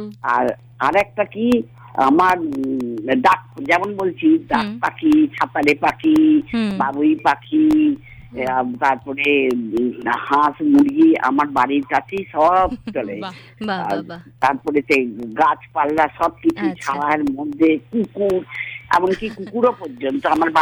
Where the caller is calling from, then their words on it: Dankuni, West Bengal, India; আমার বাড়িটা ঠিক এইরকম একটা গ্রামের মধ্যে